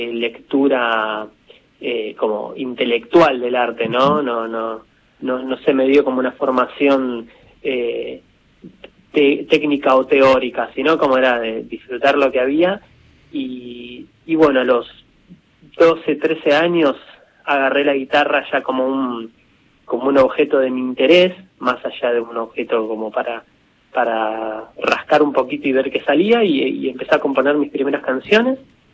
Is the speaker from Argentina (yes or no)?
yes; Lanús, Buenos Aires Province, Argentina; born there; sí, nací en Lanús en el 91.